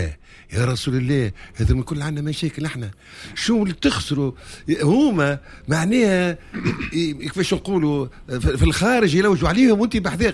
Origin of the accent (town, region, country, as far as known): Tunisia